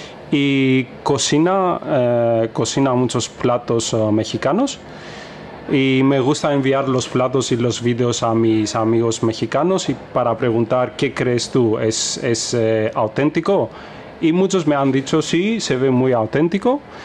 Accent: Greece; Spanish is a second language; moved away as an adult; now in Stuttgart, Germany; soy de Grecia. Llevo más o menos 8 años viviendo en Stuttgart.

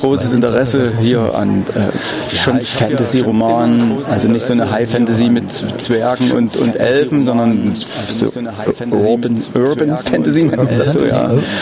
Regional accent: Dresden, Saxony, Germany; Ich bin Dresdner, ja.

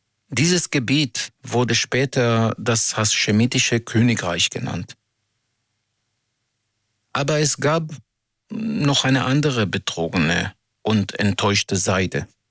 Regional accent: Israel; Ich komme aus Israel, eine Demokratie, die gerade zerfällt

